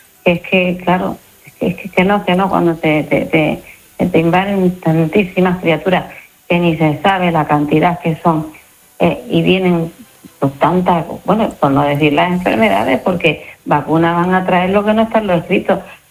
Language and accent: Spanish; Ceuta, Spain; born there; es mi ciudad que me ha visto nacer